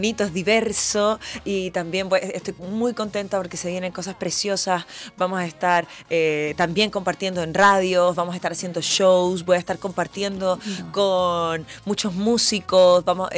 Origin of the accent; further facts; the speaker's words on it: Chile